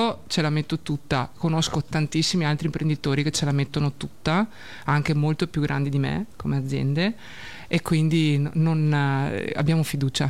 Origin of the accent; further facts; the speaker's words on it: Verona, Veneto, Italy; Veneta Doc.